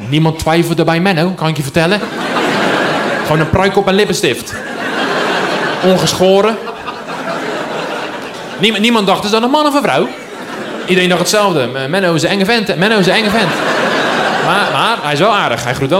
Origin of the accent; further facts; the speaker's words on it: IJsselmonde, South Holland, Netherlands; Ik kom uit IJsselmonde. Hier is hier vandaan. Om het hoekie. Ik ben opgegroeid daar.